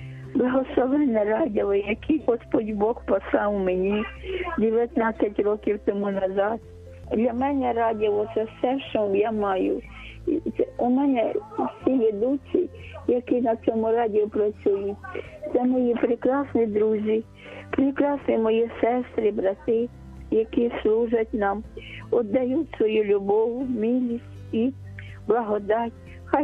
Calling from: Kyiv, Ukraine; я з Києва, з Оболоні.

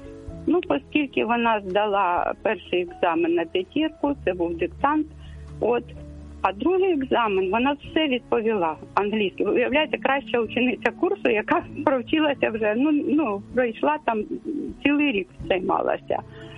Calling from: Kyiv, Ukraine; я з Києва дзвоню.

